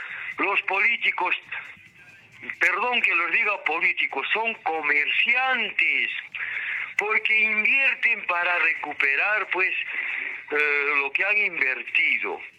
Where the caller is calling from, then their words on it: Cusco, Peru; saludando a mi pueblo del Cusco